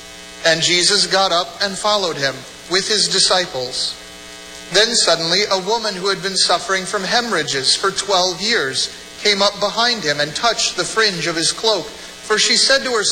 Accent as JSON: {"language": "English", "country": "United States"}